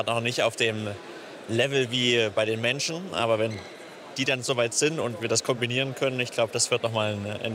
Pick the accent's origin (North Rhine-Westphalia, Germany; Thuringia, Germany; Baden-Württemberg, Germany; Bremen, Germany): Bremen, Germany; Selbst als Bremer, ich kenne einige von diesen Geschichten, war wunderschön.